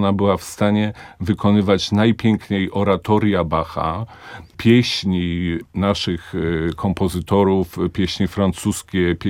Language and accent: Polish; Łódź, Łódź Voivodeship, Poland; born there; w naszym mieście, w moim ukochanym mieście, w którym się urodziłem.